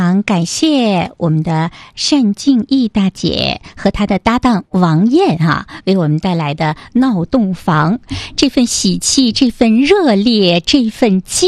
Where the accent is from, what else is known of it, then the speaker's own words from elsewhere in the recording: Northeast China, China; 我们生于斯，长于斯的东北黑土地上，